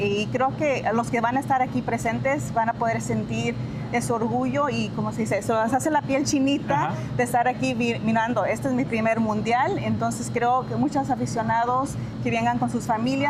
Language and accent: Spanish; Los Angeles, California, United States; born there; Yo soy estadounidense, soy americana, pero mis raíces son mexicanas.